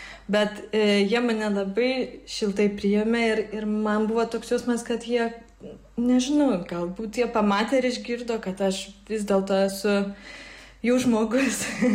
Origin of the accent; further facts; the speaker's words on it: Vilnius, Vilnius County, Lithuania; moved away as an adult; now in Copenhagen, Denmark; aš esu iš Vilnius, o Kopenhagoje aš gyvenu jau 16 metų.